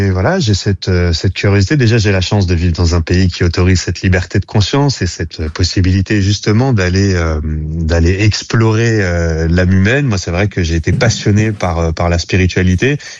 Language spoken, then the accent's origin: French; Saint-Étienne, Auvergne-Rhône-Alpes, France; je suis originaire de Saint-Étienne.